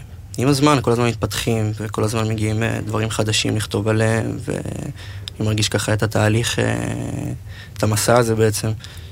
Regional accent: Pardes Hanna-Karkur, Haifa District, Israel; אני פרדס חנה קרקור, אני בן 21... כן, 21.

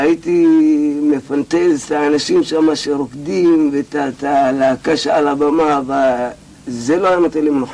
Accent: Rosh HaAyin, Central District, Israel; אני גדלתי בראש העין, נולדתי בראש העין.

